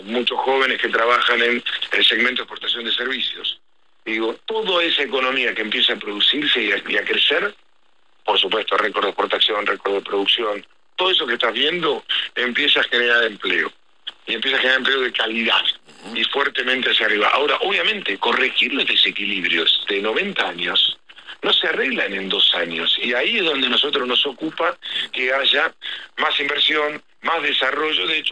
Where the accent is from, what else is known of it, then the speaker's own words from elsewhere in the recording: Argentina; este gigante que somos los argentinos